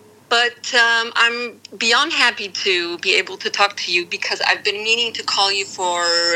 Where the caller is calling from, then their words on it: Warsaw, Masovian Voivodeship, Poland; I'm calling from Warsaw.